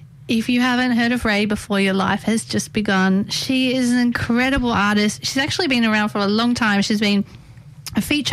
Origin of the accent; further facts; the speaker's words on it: Sydney, New South Wales, Australia; someone like myself from Western Sydney